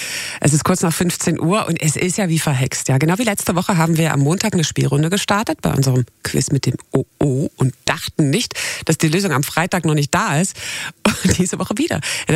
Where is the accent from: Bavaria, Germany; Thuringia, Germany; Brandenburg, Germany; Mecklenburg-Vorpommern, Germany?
Brandenburg, Germany; Ich bin ja auch Brandenburgerin